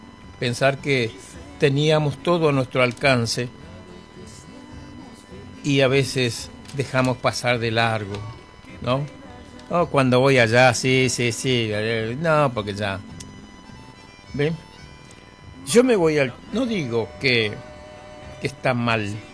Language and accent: Spanish; Buenos Aires, Argentina; also born or lived in Chaco; now in Ushuaia, Argentina; mi padre era correntino, yo soy chaqueño. Y por supuesto, criado en Buenos Aires, o mal criado en Buenos Aires, ¿no? Y bien criado acá en Ushuaia, por supuesto, gracias a Dios.